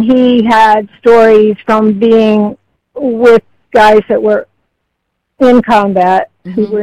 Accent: Pennsylvania, United States; born there; moved away as an adult; now in Vermont, United States

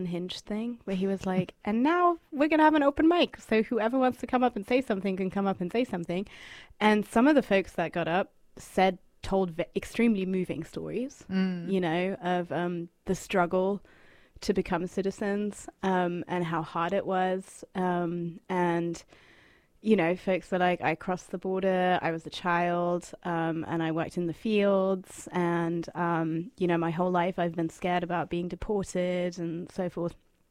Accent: Argentina; Well, I kind of am. I'm from Argentina, but I was born with American citizenship.

